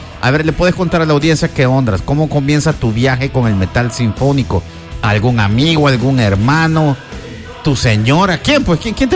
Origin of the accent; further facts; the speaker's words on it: El Salvador; Sí, así somos los salvadoreños, atrevidos.